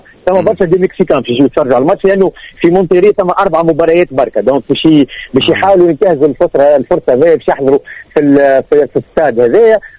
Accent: Tunisia; انا راني تونسي

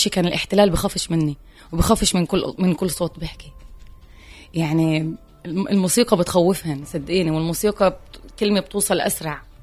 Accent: Jerusalem, Palestine; باب العمود عنا بالقدس

